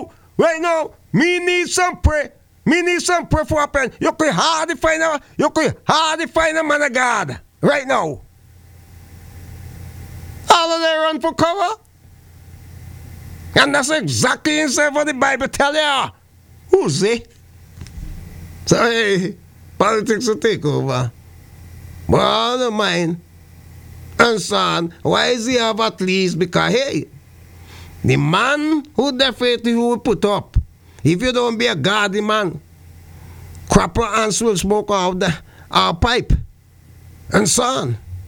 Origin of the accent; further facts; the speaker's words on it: St. Vincent & Grenadines; What I in St. Vincent, my hometown, Dominica, St. Lucia, Grenada, Jamaica, Guyana